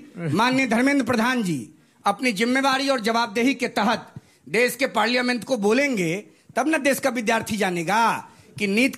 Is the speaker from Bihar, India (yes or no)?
yes; Bihar, India; ये भोजपुरी का शब्द है, और हम लोग बहुत ज्यादा माँ बेटी की इज्जत करते हैं, बिहार के रहने वाले हैं।